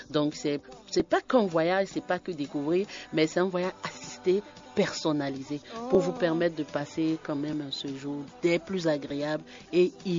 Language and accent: French; Benin; en tant que Béninois